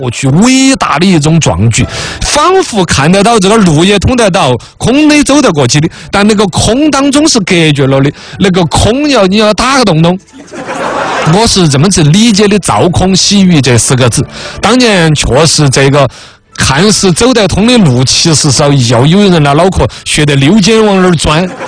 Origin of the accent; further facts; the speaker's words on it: China; 我们中国人